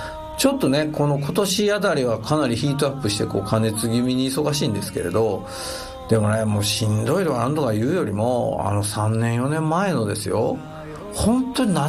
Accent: Nara, Japan; 僕奈良の出身なんですけど、奈良県民は大体1回は長島温泉行ったと思うんですよ。

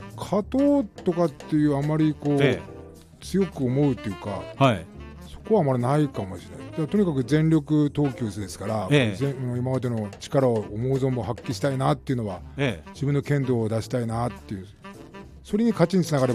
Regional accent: Kimobetsu, Hokkaido, Japan; 出身は阿武田郡の肝別町という小さな町出身です。

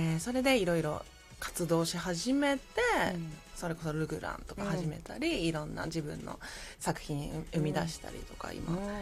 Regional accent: Sapporo, Hokkaido, Japan; now in Tokyo, Japan; で私も札幌出身なんですよ、

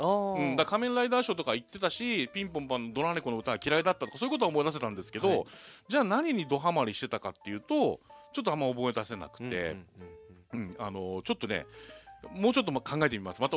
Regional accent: Kanagawa, Japan; born there; also born or lived in Tsujido, Fujisawa; 辻堂から引っ越してきたばっかで、学校行っても当然友達誰もいない状態なんですよね

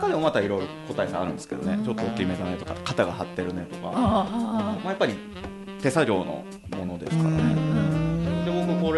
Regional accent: Mine, Yamaguchi, Japan; 僕やっぱその山口県の美祢市という、まあ、大変のどかな、ライブどころの出身なんですけども

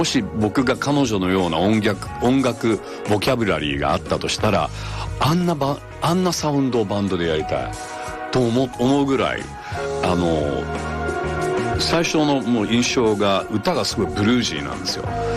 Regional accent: Shibuya, Tokyo, Japan; 僕は小さい頃、原宿や渋谷がホームグラウンドだったんです。渋谷で育ったんで、原宿と渋谷が本当にホームグラウンドだったんですけれども

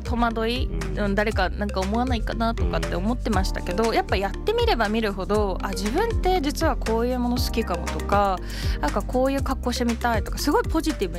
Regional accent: Yamanashi, Japan; 地元山梨で優等生で勉強して

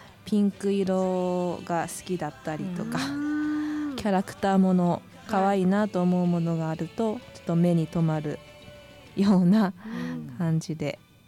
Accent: Kitakata, Fukushima, Japan; now in Motomiya, Japan; 出身は会津の方なんです、

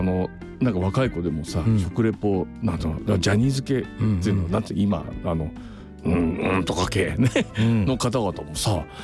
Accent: Chichibu, Saitama, Japan; moved away; 僕が生まれ育ったところは、秩父市にあった

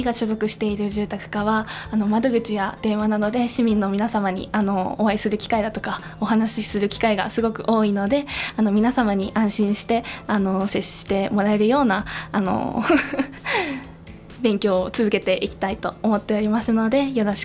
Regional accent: Sapporo, Hokkaido, Japan; now in Chofu, Japan; 私は出身が北海道の札幌市です。

